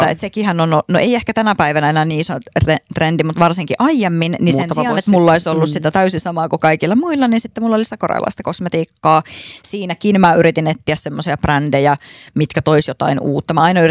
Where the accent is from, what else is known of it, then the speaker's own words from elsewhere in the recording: Oulu, North Ostrobothnia, Finland; accent: Oulu dialect; vaikka musta tuntuu, että mun oululainen murre on jo vähän hävinnyt harmillisesti.